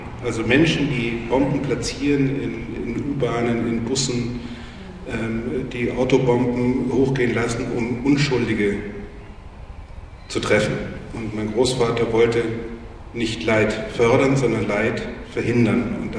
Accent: West Germany, Germany; ich komme ja aus dem Westen

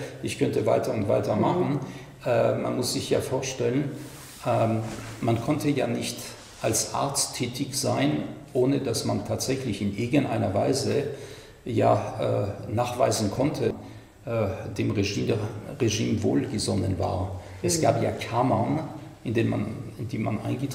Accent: Munich, Bavaria, Germany; In München, wo ich herkomme, da waren sie sehr aktiv natürlich.

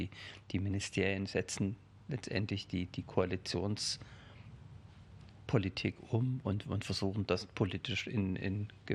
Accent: Hirschberg, Thuringia, Germany; Also ich bin gebürtiger Thüringer, bin 1965 in Hirschberg an der Saale geboren, im südöstlichsten Zipfel Thüringens, kann man sagen, genau an der Grenze zwischen Bayern, Thüringen und Sachsen. Bin ja Thüringer Vogtländer

